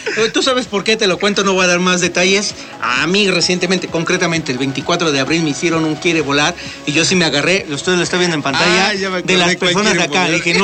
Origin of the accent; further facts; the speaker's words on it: Mexico; nosotros como mexicanos o como México